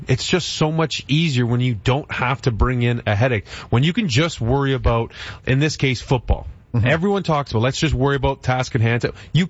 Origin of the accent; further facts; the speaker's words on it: Toronto, Ontario, Canada; growing up in Toronto, I didn't have an NFL team.